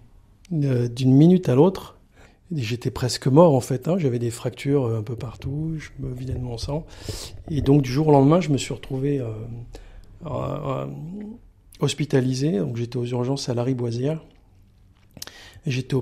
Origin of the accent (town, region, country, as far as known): Draveil, Île-de-France, France; born there